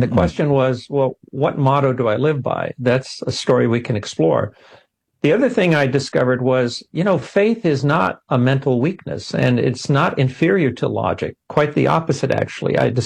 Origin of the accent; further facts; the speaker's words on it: Los Angeles, California, United States; born there; I was born in East Los Angeles